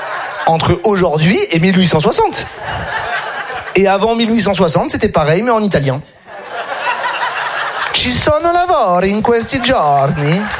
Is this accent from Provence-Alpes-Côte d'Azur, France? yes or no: yes; Nice, Provence-Alpes-Côte d'Azur, France; born there; J'ai 31 ans, d'accord. J'habite à Nice depuis environ 31 ans.